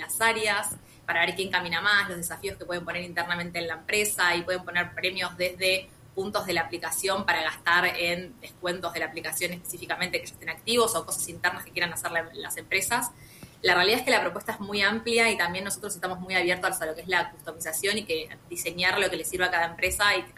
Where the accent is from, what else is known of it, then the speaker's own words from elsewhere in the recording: Argentina; now in Montevideo, Uruguay; yo soy argentina viviendo en Montevideo